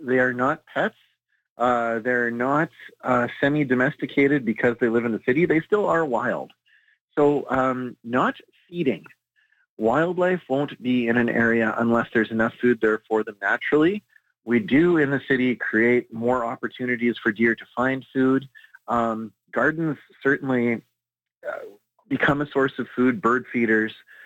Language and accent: English; Pinawa, Manitoba, Canada; I grew up in Pinawa, so I grew up in a very, very deer intensive part of Manitoba.